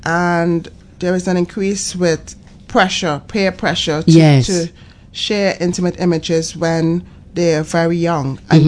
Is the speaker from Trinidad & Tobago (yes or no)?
yes; Trinidad & Tobago; I'm Trinidadian.